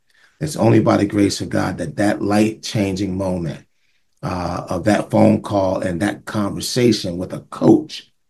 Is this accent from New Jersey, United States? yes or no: yes; Montclair, New Jersey, United States; Now, if you know Montclair, you know, is you got Upper Montclair and you got Montclair. Well, I'm from Montclair